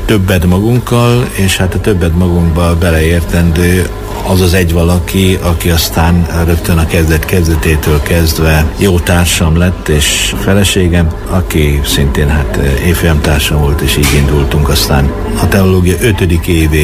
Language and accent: Hungarian; Bükkaranyos, Borsod-Abaúj-Zemplén, Hungary; Bükk Aranyos nevű településen nőttem fel, nőjettem fel valóban lelkész családban.